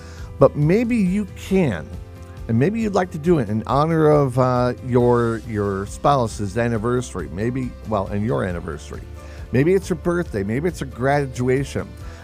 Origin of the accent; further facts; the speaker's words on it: Grand Rapids, Michigan, United States; I come from Grand Rapids, Michigan.